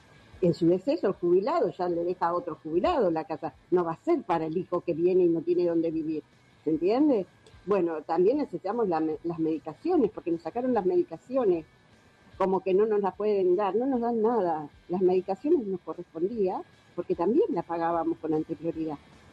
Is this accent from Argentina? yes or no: yes; Bella Vista, Buenos Aires Province, Argentina; yo soy de Bellavista, en Hurlingham